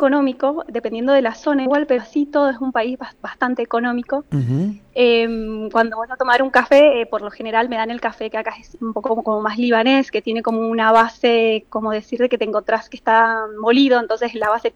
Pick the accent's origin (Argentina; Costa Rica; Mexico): Argentina; moved away as an adult; now in Egypt; les digo que soy argentina